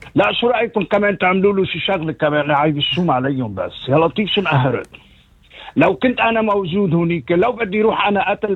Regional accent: Lebanon; هيدي الهيبة الامن عندنا بلبنان، هيبة مكرسحة

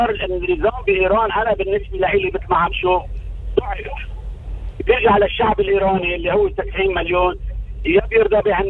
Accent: Lebanon; وأنا ما نفرقني معي إذا بتنتصر أمريكا ولا بتنتصر إيران، لأنه هذا آخر همي كلبناني يعني.

